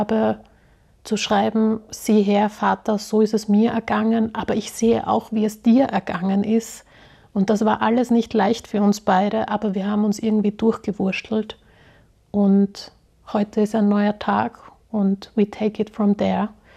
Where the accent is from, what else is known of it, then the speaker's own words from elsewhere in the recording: Slovakia; Es hat mir aber auch geholfen, mein Herkunftsland, die Slowak